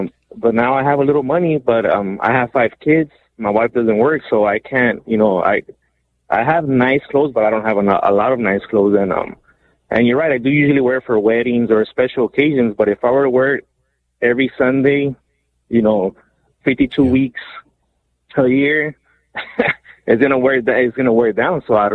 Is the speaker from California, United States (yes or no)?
yes; Los Angeles, California, United States; also born or lived in Mexico; So I I grew up in Los Angeles, but I'm originally from Mexico, and we grew up here without money